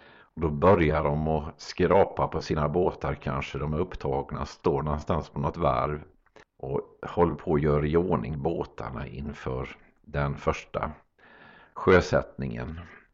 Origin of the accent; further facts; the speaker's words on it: Forserum, Jönköping County, Sweden; Och hemma hos oss där jag växte upp, där var det brukligt att man första maj tog fram alla som spelade blåsinstrument och så marscherade vi runt i samhället, Forserum, där jag kommer ifrån.